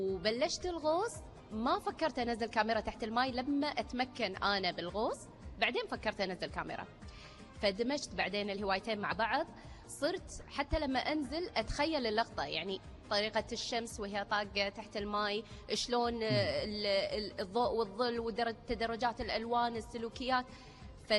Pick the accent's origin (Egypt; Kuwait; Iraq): Kuwait; عندنا بالكويت